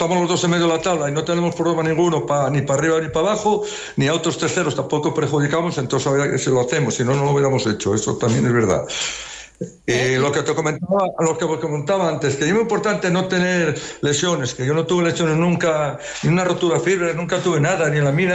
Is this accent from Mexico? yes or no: no; Turón, Asturias, Spain; Juego la Liga de Veteranos aquí en Asturias con el Turón, que es mi equipo de toda la vida, que yo soy de Turón.